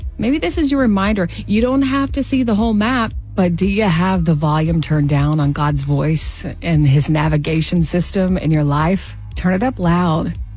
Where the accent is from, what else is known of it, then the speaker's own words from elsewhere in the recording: Southern United States, United States; I grew up in the Bible Belt.